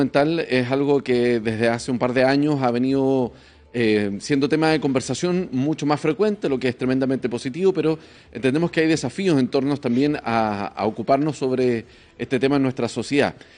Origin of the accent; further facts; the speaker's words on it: Chile; ¿Nosotros como chilenos hoy día reconocemos nuestros problemas de salud mental